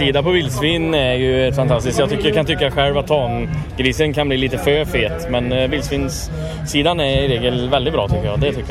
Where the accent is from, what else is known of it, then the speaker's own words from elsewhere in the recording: Trollhättan, Västra Götaland County, Sweden; Vi har ett viltslakteri hemma i Trollhättan där vi kommer ifrån.